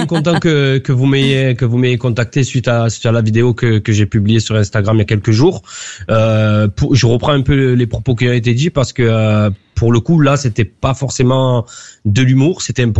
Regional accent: Marseille, Provence-Alpes-Côte d'Azur, France; nous, en tant que Marseillais, enfants de Marseille, enfants de la France

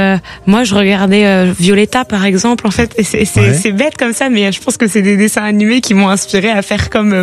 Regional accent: Valence, Auvergne-Rhône-Alpes, France; Je suis de Valence.

